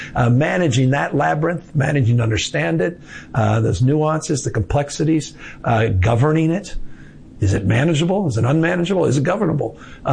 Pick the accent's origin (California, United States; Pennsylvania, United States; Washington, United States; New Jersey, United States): California, United States; You're presumably talking about my home state, $62.1 billion economic output in ag alone, more forestry jobs, more hunting jobs in my state.